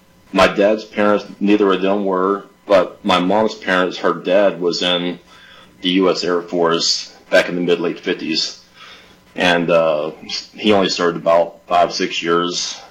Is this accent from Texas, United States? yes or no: yes; New Caney, Texas, United States; I'm from New Candy, Texas.